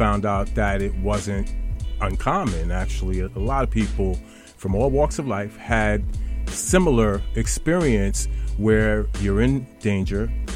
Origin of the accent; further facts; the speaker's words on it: New York City, New York, United States; growing up in the Bronx